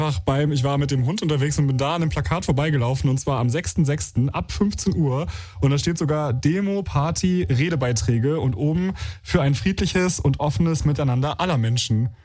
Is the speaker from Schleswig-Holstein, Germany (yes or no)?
yes; Schleswig-Holstein, Germany; Also ich komme ja auch aus Schleswig-Holstein eigentlich.